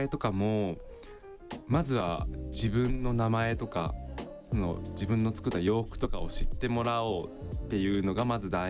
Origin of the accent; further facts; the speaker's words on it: Saitama, Japan; 自分が中学校3年生の時に自分埼玉県出身なんですけど、